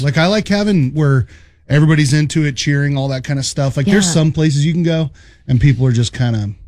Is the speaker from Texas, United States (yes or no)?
no; Papillion, Nebraska, United States; I'm from Papio.